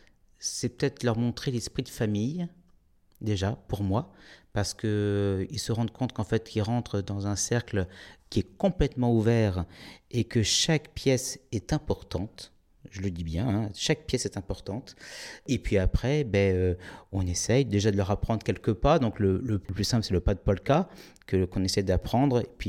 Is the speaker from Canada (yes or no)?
no; Nouvelle-Aquitaine, France